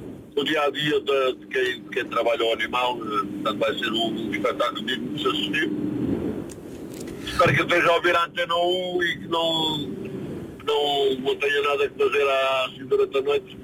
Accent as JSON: {"language": "Portuguese", "town": "Caneças", "region": "Lisbon", "country": "Portugal", "tie": "born or raised there", "said": "Eu sou de Lisboa, nasci em Lisboa, ao Alfredo da Costa."}